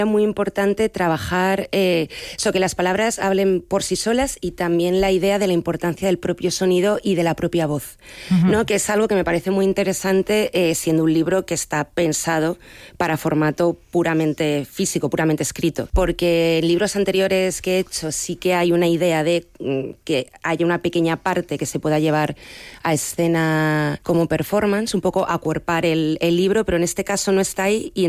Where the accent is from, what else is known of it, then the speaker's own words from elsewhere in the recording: Madrid, Community of Madrid, Spain; Yo soy de Madrid, sí.